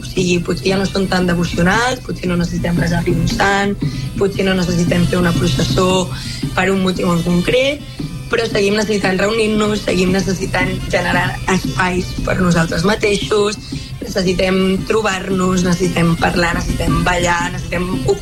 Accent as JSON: {"language": "Catalan", "town": "Palau-solità i Plegamans", "region": "Catalonia", "country": "Spain", "said": "En el cas de Palau, que és el meu poble, tenim el Guirigall"}